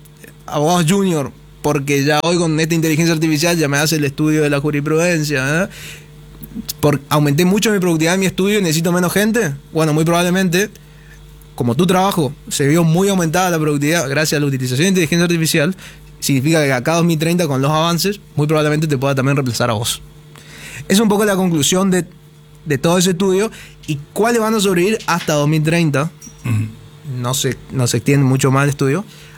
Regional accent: Argentina; soy argentino

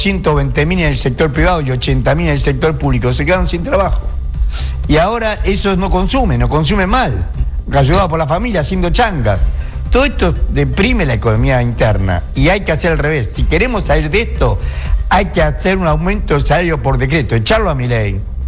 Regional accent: Tucumán, Argentina; born there; Yo soy tucumano de nacimiento, o sea que hablo con fundamento.

